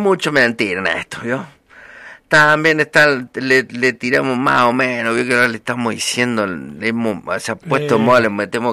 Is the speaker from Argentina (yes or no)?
yes; La Rioja, Argentina; born there; No, mi mamá es santiagueña y yo nací en La Rioja.